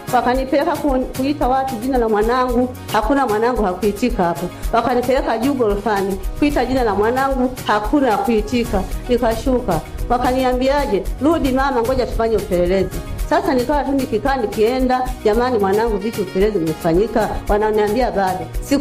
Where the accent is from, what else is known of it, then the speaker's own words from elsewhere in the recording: Manyoni, Singida, Tanzania; nimetoka Manyoni. Nimetoka Manyoni baba.